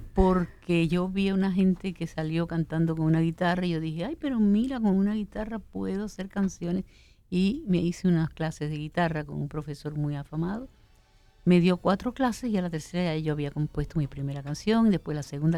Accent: Cuba; moved away as an adult; Me dijeron, bueno, aquí no importa porque yo era un ídolo en mi país.

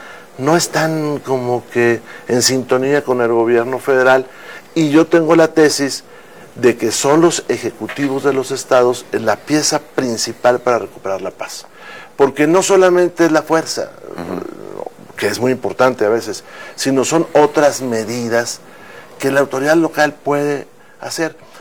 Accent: Mexico; Claro, como mexicanos podemos observar, pero ellos deben de tomar sus decisiones.

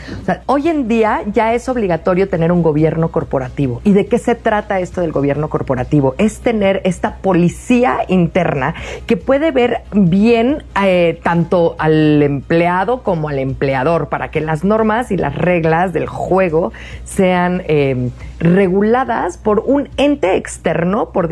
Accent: Mexico; si lo queremos ver como mexicanos

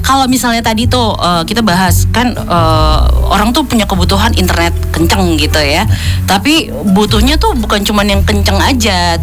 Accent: Semarang, Central Java, Indonesia; Sebagai anak Semarang atas turun ke Semarang bawah

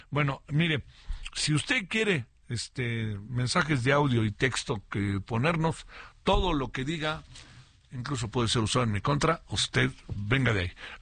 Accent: Mexico; Pero, pues todos somos mexicanos.

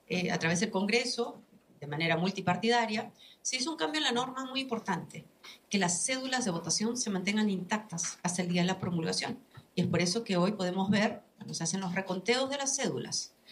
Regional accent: Peru; serán importantes también para empezar este proceso de volver a unirnos como peruanos.

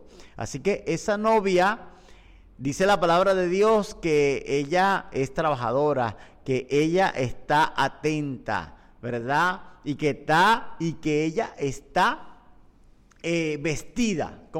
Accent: Venezuela; born there; moved away; Ella fue mi pastora en tiempos de mi adolescencia en Venezuela.

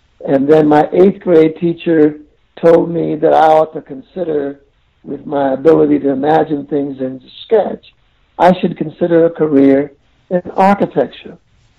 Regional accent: Charleston, South Carolina, United States; I was born in Charleston County, South Carolina, to my parents … And they were, of course, the descendants of farmers who lived in the rural

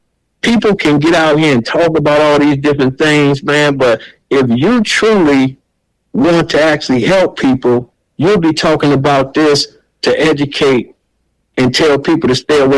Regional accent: United States; growing up in the Black Bottoms

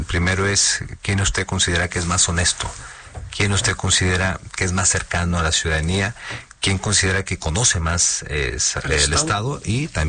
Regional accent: Zacatecas, Mexico; born there

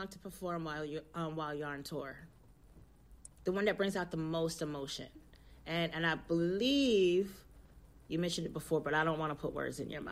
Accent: Bristol, Tennessee, United States; also born or lived in Virginia; now in New England, United States; I grew up in Bristol, Tennessee, and Virginia by the Bristol Motor Speedway

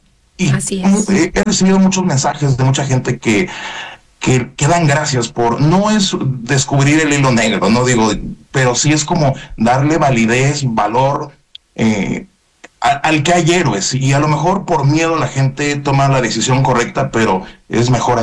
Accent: Mexico City, Mexico; moved away as an adult; now in Mazatlán, Mexico; Yo nací en la Ciudad de México, viví 28 años aquí, tengo ya 15 años en Mazatlán

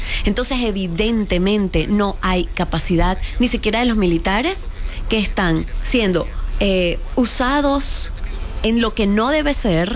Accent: Venezuela; yo como venezolana lo digo

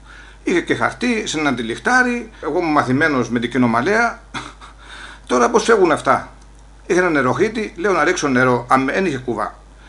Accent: Olympos, South Aegean, Greece; έχω και εγώ λόγο να πω, γιατί να είμαι από την Όλυμπο της Καρπάδου

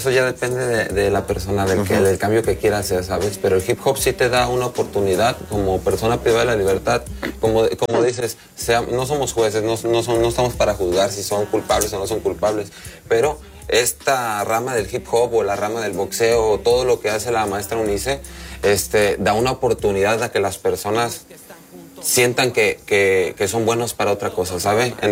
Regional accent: Tepic, Nayarit, Mexico; Soy de Tepic, Nayarit, orgullosamente.

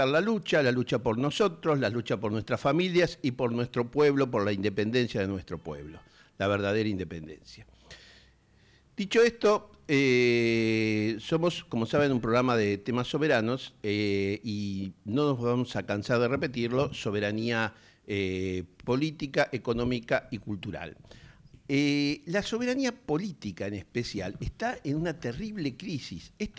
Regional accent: Argentina; Queridos compatriotas, como siempre le decimos, somos un gran pueblo que vive en un hermoso territorio

